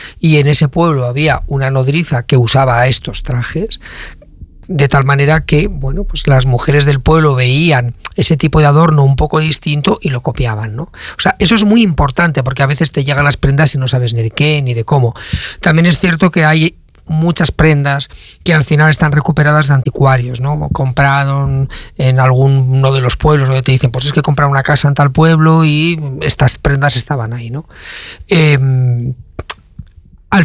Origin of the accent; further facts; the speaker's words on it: Palazuelos de la Sierra, Castile and León, Spain; en mi pueblo en Palazuelos